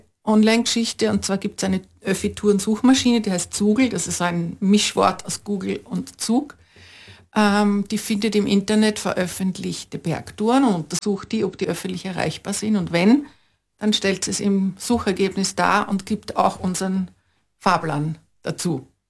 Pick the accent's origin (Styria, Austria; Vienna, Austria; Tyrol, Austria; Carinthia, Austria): Vienna, Austria; ich komme aus Wien, ja, und, Und es ist vielleicht da auch so